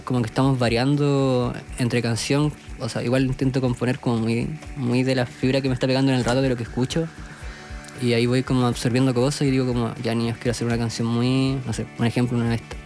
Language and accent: Spanish; Andacollo, Coquimbo, Chile; Somos de Andacoyo